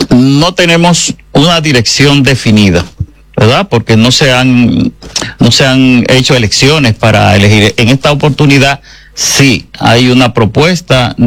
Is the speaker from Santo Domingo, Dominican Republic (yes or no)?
yes; Santo Domingo Este, Santo Domingo, Dominican Republic; De Santo Domingo Este, específicamente de la zona Ñ.